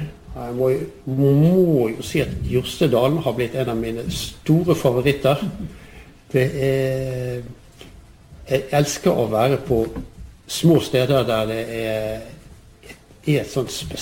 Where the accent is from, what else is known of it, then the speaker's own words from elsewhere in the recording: Bergen, Vestland, Norway; Og jeg er jo bergenser, men jeg kunne jo egentlig ha liksom gjerne skrevet nynorsk ut fra språket mitt